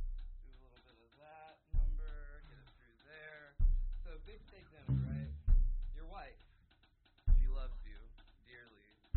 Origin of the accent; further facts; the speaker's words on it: Atlanta, Georgia, United States; I'm a bartender from Atlanta.